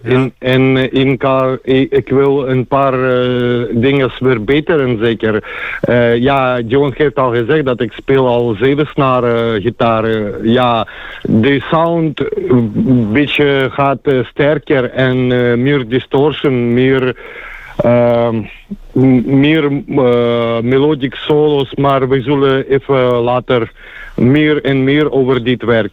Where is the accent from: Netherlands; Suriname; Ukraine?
Ukraine; Dutch is a second language; moved away as an adult; now in Belgium; ik ben niet Nederlander, ik ben Oekraïense en ik woon in België, maar naast Maastricht, naar de Nederlandse grens. Mm-hmm. En ik woon hier al 6 jaar